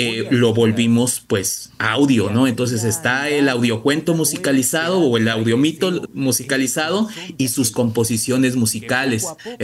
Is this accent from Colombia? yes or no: no; Veracruz, Mexico; Somos todos veracruzanos.